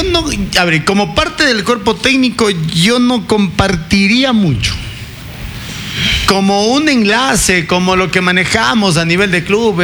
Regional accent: Ecuador; nosotros como ecuatorianos, argentinizados y todo

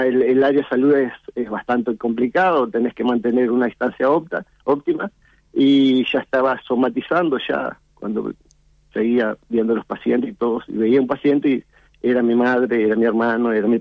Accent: Bella Unión, Artigas, Uruguay; moved away as an adult; now in Montevideo, Uruguay; yo soy de Bella Unión, departamento de Artigas.

